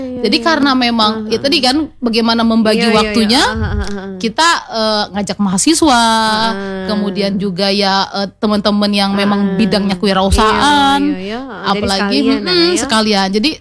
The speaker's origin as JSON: {"language": "Indonesian", "region": "South Sumatra", "country": "Indonesia", "lives_now": "Bengkulu, Indonesia"}